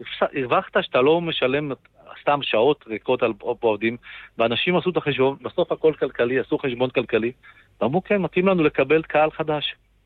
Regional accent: Tel Aviv, Tel Aviv District, Israel; אני תל אביבי שמתעסק גם בענף המסעדות

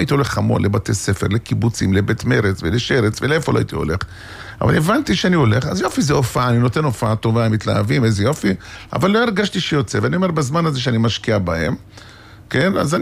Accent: Yokneam, Northern District, Israel; את מכיר את אוכלוסיית יוקנעם, אני גדלתי, הילדות שלי זה באזור

